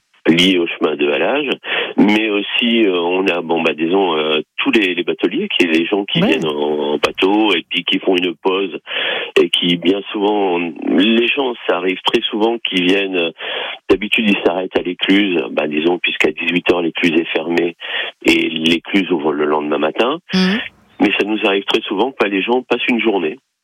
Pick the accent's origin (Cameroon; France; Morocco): France; Hauts-de-France; now in Somme, France; Et moi, je suis natif du Nord, donc ce que je voulais recréer, c'est ce qui existe, le long des canaux dans le Nord.